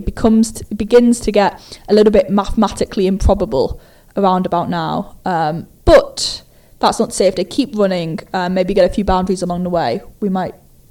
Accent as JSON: {"language": "English", "town": "Liverpool", "region": "North West England", "country": "United Kingdom", "said": "Well, I was just wondering because obviously I'm from Liverpool originally."}